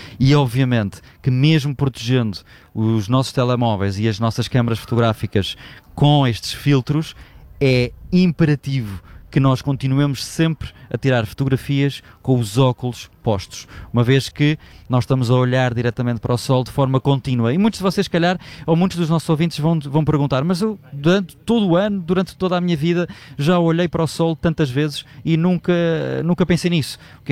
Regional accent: Portugal; como bons portugueses que todos nós somos, deixámos certamente para a última a compra ou a aquisição destes óculos.

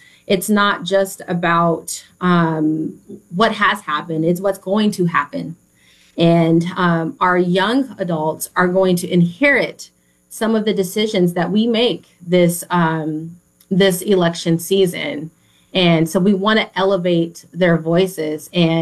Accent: Tacoma, Washington, United States; I remember the first time I skipped school, I was coming down from Tacoma, from Mount Tahoma High School, to Seattle, didn't tell my parents.

